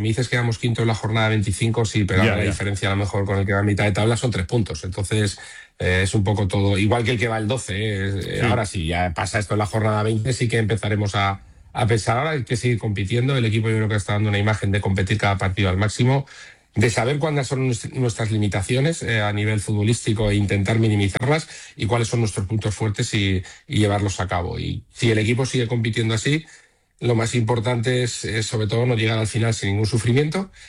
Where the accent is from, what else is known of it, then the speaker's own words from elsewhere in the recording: Altea, Valencian Community, Spain; he estado en mi pueblo, que mi hija era la reina de las fiestas.